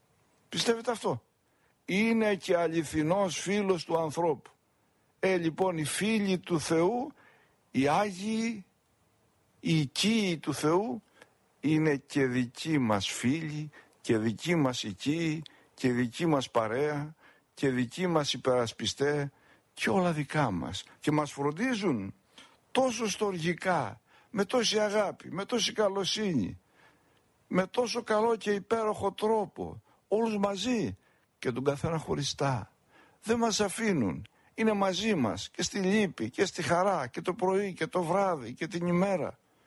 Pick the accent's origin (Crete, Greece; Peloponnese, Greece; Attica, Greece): Peloponnese, Greece; στα μέρη μας στην Πελοπόννησο